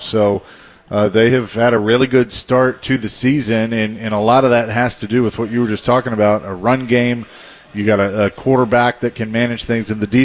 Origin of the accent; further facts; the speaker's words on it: Bellevue, Tennessee, United States; And I grew up in the Bellevue area, so certainly know what these people can do, but – and are all about.